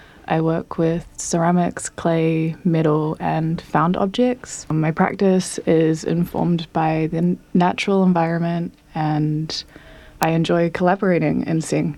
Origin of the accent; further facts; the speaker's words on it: Dunedin, Otago, New Zealand; now in Auckland, New Zealand; I haven't really been to many of the beaches in Tāmaki, and I'm from Otipoti, so I'm sort of slowly discovering the landscape